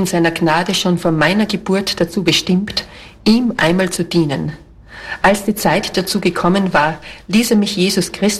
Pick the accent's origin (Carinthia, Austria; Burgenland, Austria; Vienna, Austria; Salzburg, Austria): Salzburg, Austria; Ich wurde 1930 in Salzburg geboren.